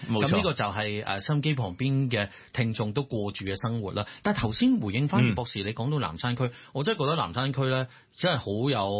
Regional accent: Guangdong, China; 我哋廣東人食粵菜

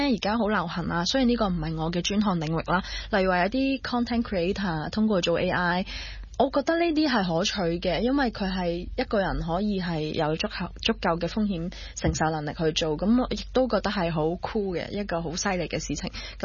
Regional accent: China; 咁所以慢慢我覺得我越嚟越回歸我哋中國人嘅傳統。

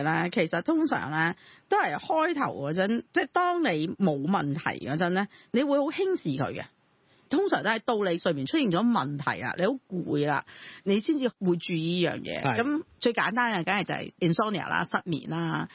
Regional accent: Hong Kong; 同埋我真係覺得我哋香港人永遠都喺度追求性價比，

